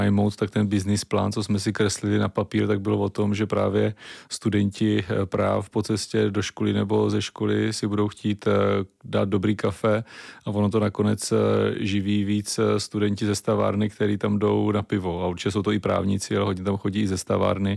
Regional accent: Velatice, South Moravian Region, Czechia; já tam žiju celý život, narodil jsem se ve Velaticích a celou dobu jsem tady bydlel, teď tam taky s rodinou bydlíme, takže počítám s tím, že to je v podstatě na celý život

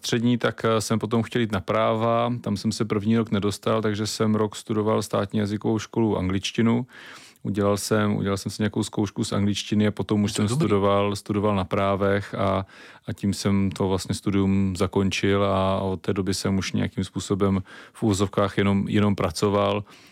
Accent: Velatice, South Moravian Region, Czechia; já tam žiju celý život, narodil jsem se ve Velaticích a celou dobu jsem tady bydlel, teď tam taky s rodinou bydlíme, takže počítám s tím, že to je v podstatě na celý život

